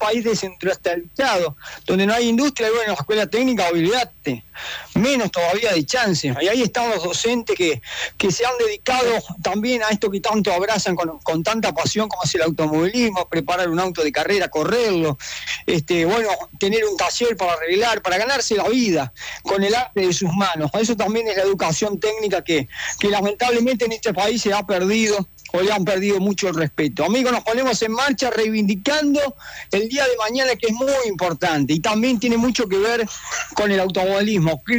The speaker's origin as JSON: {"language": "Spanish", "country": "Argentina", "said": "fundamentalmente nuestra identidad como argentinos"}